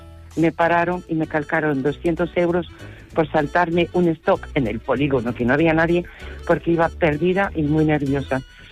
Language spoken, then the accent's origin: Spanish; France; Spanish is a second language; Porque yo iba por Francia, tenía que buscar un pueblo, y yo soy francesa